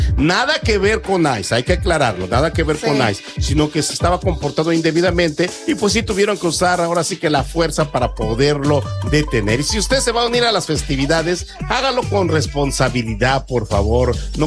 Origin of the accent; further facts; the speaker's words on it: Mexico; now in Mount Vernon, United States; nosotros como mexicanos nos pintamos solo para las celebraciones, para la fiesta.